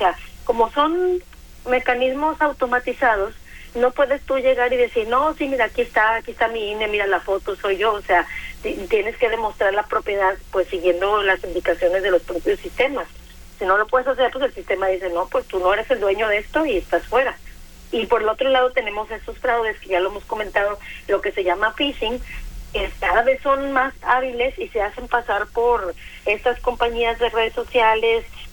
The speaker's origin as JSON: {"language": "Spanish", "country": "Mexico", "said": "porque siento que a veces como mexicanos somos un poco necios, un poco tercos."}